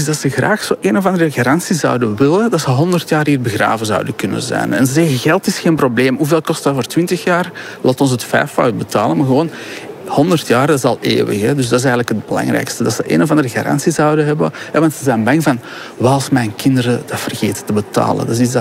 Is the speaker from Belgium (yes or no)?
yes; Flanders, Belgium; Kijk, als Vlaamse Turk heb ik begrafenissen meegemaakt van Vlamingen, maar ook van Turken.